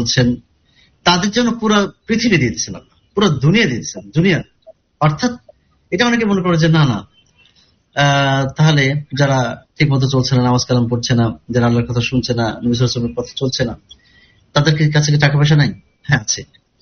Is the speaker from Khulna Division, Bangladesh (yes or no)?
yes; Kushtia, Khulna Division, Bangladesh; moved away; আমার গ্রামের বাড়ি কুষ্টিয়ার